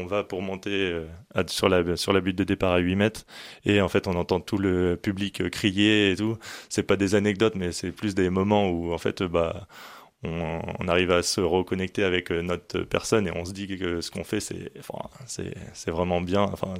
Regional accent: France; quand on est français.

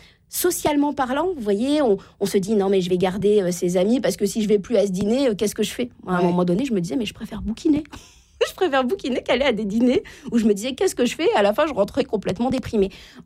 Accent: Normandy, France

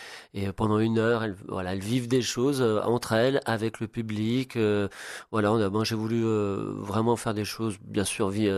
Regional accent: Czechia; moved away; la République tchèque. C'est là d'où je viens.

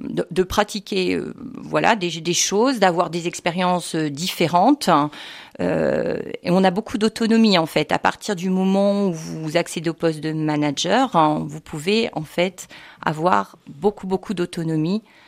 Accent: Centre-Val de Loire, France

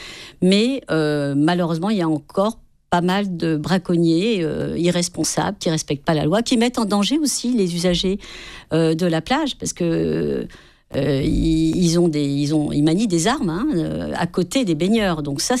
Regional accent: Provence-Alpes-Côte d'Azur, France; chez nous, sur le littoral des Alpes-Maritimes

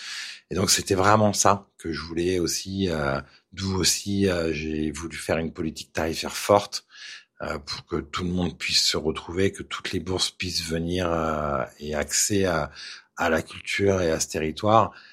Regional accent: Colombes, Île-de-France, France; je suis des années 70. Et en tout cas, à l'époque, malgré que j'habite quand même, quand j'étais petit, à Colombes, qui était une grande ville quand même, de la banlieue parisienne

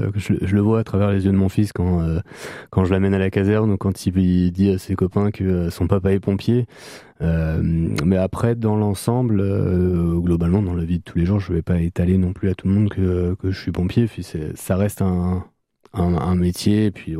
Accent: Île-de-France, France; je viens du Val d'Oise

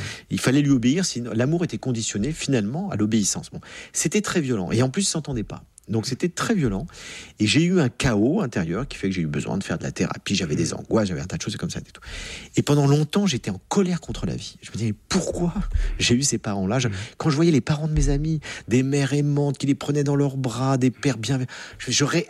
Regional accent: France; Surtout et en plus qu'en France, qu'on est français, on se plaint doublement.

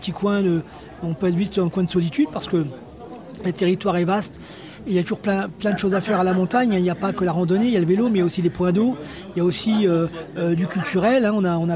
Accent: Grand Est, France; moved away as an adult; Maintenant, je me considère un peu comme un montagnard, mais c'est vrai qu'à l'origine, je suis né en Champagne. Et en fait, je n'ai passé que mon adolescence.

